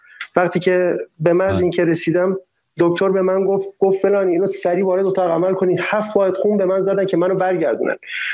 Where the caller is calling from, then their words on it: Iran; به عنوان یه ایرانی حق من اینه که یه زندگی خوب داشته باشم.